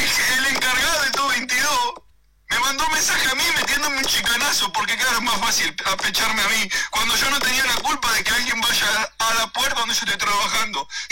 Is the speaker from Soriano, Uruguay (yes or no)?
no; Melo, Cerro Largo, Uruguay; now in Canelones, Uruguay; mándenme a mi pueblo, mándenme a Melo